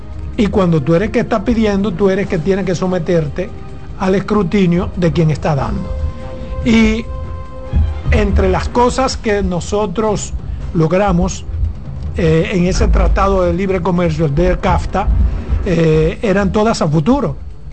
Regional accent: Dominican Republic; No pasó eso en mi país.

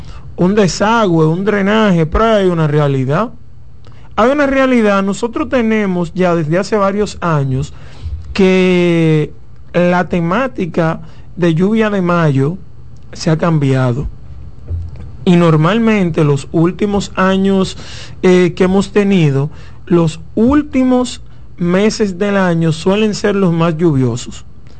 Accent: Dominican Republic; nosotros como dominicanos.

